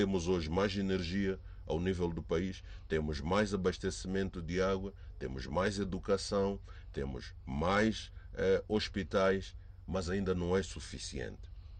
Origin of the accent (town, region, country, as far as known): Mozambique